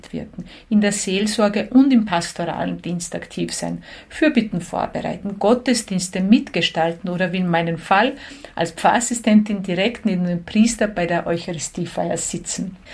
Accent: Đakovo, Osijek-Baranja County, Croatia; born or raised there

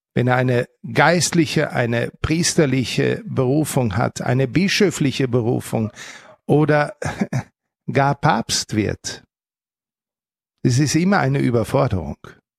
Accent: North Rhine-Westphalia, Germany; ich denke an meine Heimat, wo unser Wallfahrtsort, der sehr nahe meiner Heimat ist, 12 Kilometer von meinem Elternhaus entfernt, in Werl

